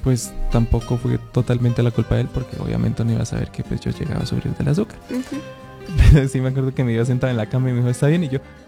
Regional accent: Colombia

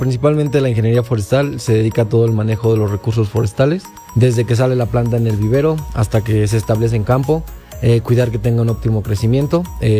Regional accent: Tulancingo, Hidalgo, Mexico; la universidad me queda cerca, yo soy originario de Tulancingo

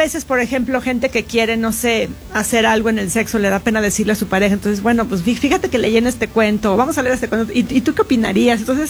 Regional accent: Mexico City, Mexico; De la Ciudad de México.

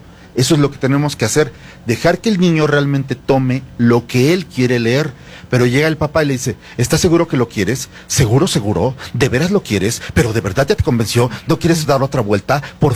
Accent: Mexico; Y somos los únicos mexicanos que han sido invitados a ese festival

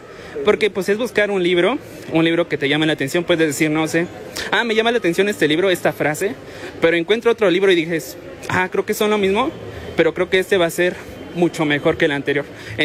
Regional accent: Zempoala, Hidalgo, Mexico; Ah, claro, yo vengo del municipio de Zempoala.

